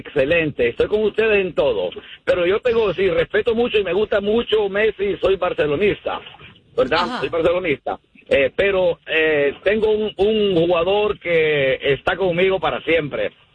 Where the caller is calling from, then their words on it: New York, United States; Te llamo de Nueva York, muchachos.